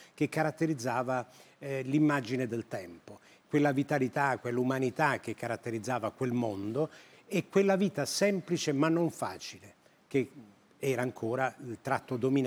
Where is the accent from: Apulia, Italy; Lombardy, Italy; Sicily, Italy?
Apulia, Italy; Bisceglie; born there; now in Tuscany, Italy; voglio tornare proprio al mio paese d'origine